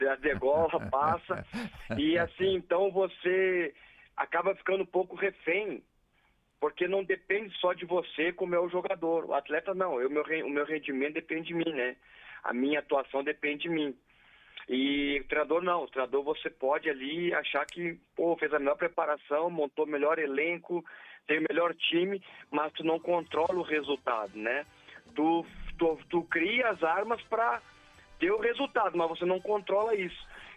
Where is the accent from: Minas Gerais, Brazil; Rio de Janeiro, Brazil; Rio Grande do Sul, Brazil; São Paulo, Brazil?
Rio Grande do Sul, Brazil; moved away; Então, eu saí do Sul, né? Saí do Rio Grande do Sul, fiz pouco tempo de base no Grêmio. Depois eu fui jogar pelos times do interior do Rio Grande do Sul